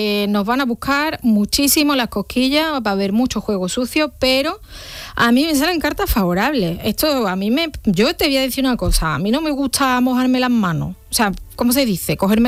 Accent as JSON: {"language": "Spanish", "town": "Santa Ana la Real", "region": "Andalusia", "country": "Spain", "moved": "yes", "said": "Santa Ana la Real, en la provincia de Huelva, está entre Alájar y Almonaster. Somos censados, bueno, yo ya no, 540 habitantes aproximadamente."}